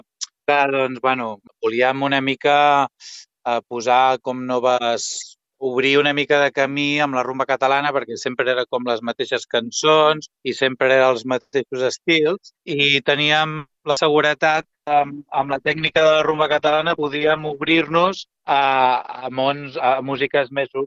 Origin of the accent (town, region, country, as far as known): Figueres, Catalonia, Spain; born there